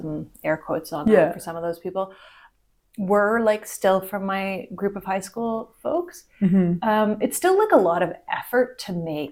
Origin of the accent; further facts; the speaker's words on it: Ottawa, Ontario, Canada; My hometown is Ottawa, which is not, it's not Toronto, but it's still pretty big.